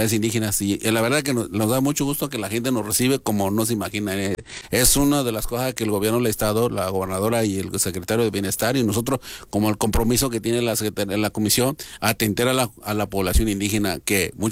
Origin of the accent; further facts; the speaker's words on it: Oaxaca, Mexico; first language Triqui; Spanish is a second language; now in Culiacán, Mexico; Sí, yo soy oaxaqueño, pero ya tengo más de 30 años viviendo aquí en Sinaloa.